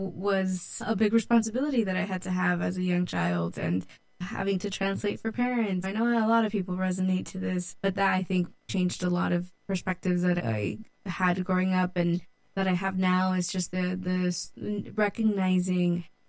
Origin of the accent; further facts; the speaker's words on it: Modesto, California, United States; also born or lived in Mexico; I grew up here in Modesto, but I am a product of immigrant farm workers. I grew up after we moved from Mexico here in Modesto since the age of 6, and I had all of my education here.